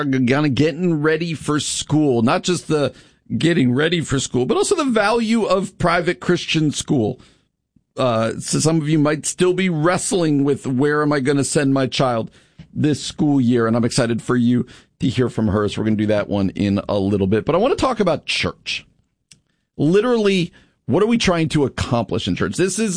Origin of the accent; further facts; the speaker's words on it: Long Valley, New Jersey, United States; The town I grew up in New Jersey, a little town called Long Valley, is probably fully suburban by now.